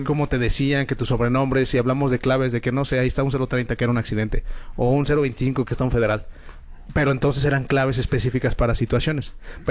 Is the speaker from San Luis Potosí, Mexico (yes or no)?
yes; Villa de Reyes, San Luis Potosí, Mexico